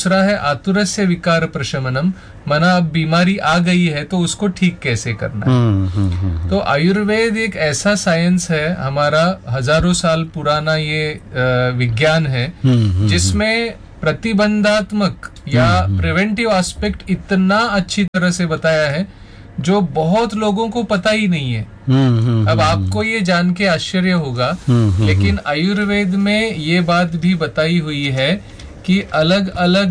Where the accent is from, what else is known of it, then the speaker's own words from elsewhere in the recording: Mumbai, Maharashtra, India; moved away as an adult; now in Ratlam, India; basically मैं मुंबई से हूँ लेकिन वर्तमान समय में मैं रतलाम में आयुर्वेद महाविद्यालय है पंडित डॉक्टर शिव शक्तिलाल शर्मा आयुर्वेद कॉलेज, वहाँ पे एक साल से ऊपर मुझे अभी हो गया